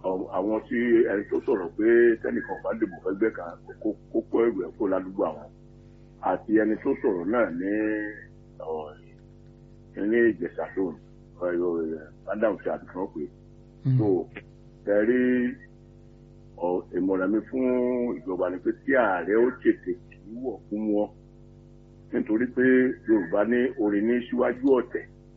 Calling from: Ayegun, Oyo, Nigeria; from Ayegun, Nayo.

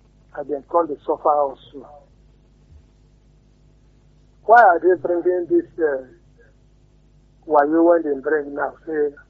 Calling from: Olugbo, Nigeria; I'm calling you from Olugbo.

